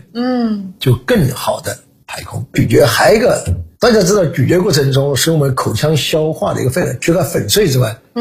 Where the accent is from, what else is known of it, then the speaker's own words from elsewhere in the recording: China; 这是我们中国人的常态，不知道在忙什么。